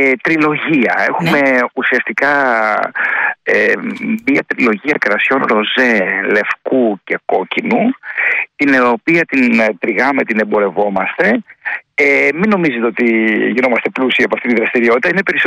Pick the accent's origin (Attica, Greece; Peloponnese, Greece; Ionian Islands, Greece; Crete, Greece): Ionian Islands, Greece; Kefalonia; Είμαι στην Κεφαλονιά, είναι η ιδιαίτερη πατρίδα μου.